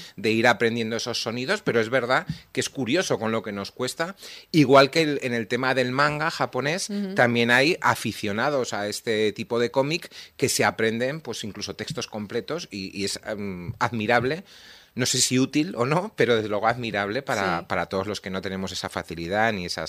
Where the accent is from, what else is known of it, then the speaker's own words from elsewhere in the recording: Spain; la gente tan maja que somos los españoles